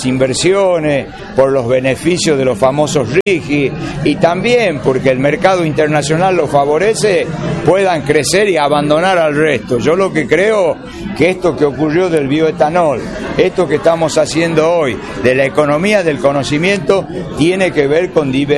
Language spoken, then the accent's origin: Spanish; Argentina; nuestra querida patria argentina